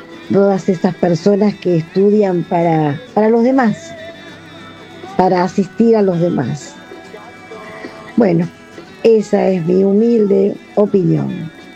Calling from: Buenos Aires, Argentina; de Colegiales.

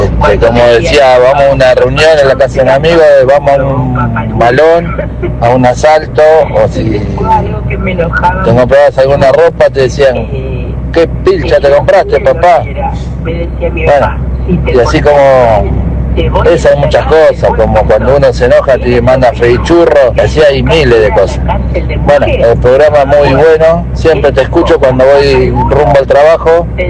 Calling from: Argentina; de Uxón, viajando para Buenos Aires a trabajar.

